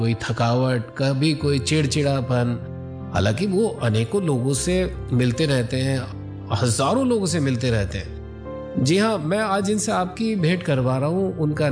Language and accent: Hindi; Muzaffarnagar, Uttar Pradesh, India; मैं यूपी मुजफ्फरनगर से ताल्लुक रखता हूँ